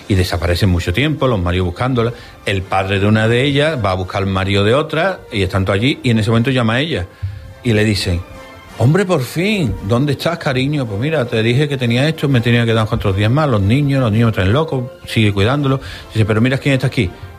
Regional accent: Seville, Andalusia, Spain; somos sevillanos, de andaluces, tenemos que poner mucha tela.

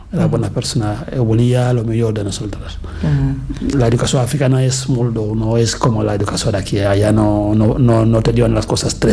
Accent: Tiko, Southwest Region, Cameroon; born there; Catalan is a second language; Jo em va néixer en una petita poble que es diu Tiko, que és la poble de la meva mare.

